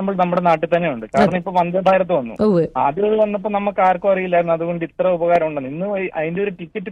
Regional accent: Thiruvalla, Kerala, India; now in Dubai, United Arab Emirates; Nadu Thiruvalla.

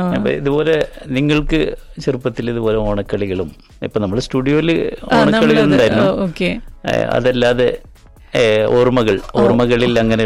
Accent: Kunnamkulam, Kerala, India; ഞങ്ങളുടെ നാട്ടില് ഓണത്തല്ലുണ്ട്, കുന്നംകുളം എന്ന് പറഞ്ഞ സ്ഥലത്ത്

